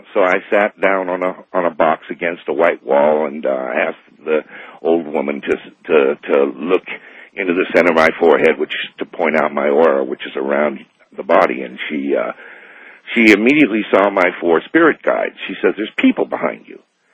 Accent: Quartzsite, Arizona, United States; now in Los Angeles, United States; from Quartzsite, Arizona, listening to you from Los Angeles, 640.

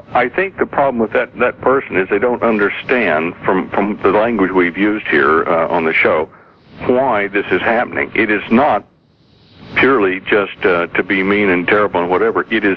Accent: United States; moved away; I might be 15,000 kilometers away, but I'm still an American.

